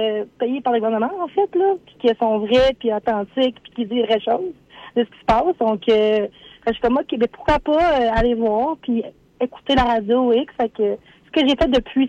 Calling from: Trois-Rivières, Quebec, Canada; Je suis à Trois-Rivières.

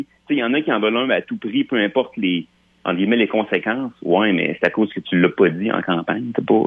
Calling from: Lévis, Quebec, Canada; je suis de Lévis

